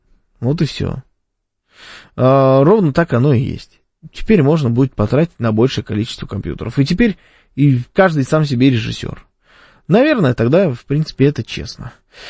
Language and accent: Russian; Moscow, Russia; accent: Moscow